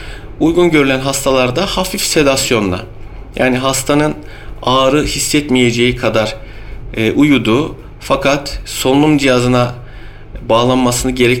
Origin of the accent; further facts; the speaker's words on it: Bolvadin, Afyonkarahisar, Turkey; born there; Afyon Bolvedin doğumluyum.